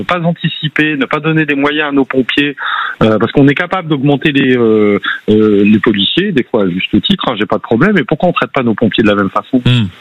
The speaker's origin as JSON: {"language": "French", "town": "Bordeaux", "region": "Nouvelle-Aquitaine", "country": "France", "said": "Bah moi je suis bordelais, je peux vous dire déjà que hier il y avait une espèce de brume dans Bordeaux"}